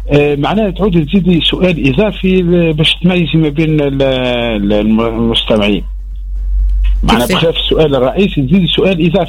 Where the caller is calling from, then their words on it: Essouassi, Mahdia Governorate, Tunisia; من السويسي.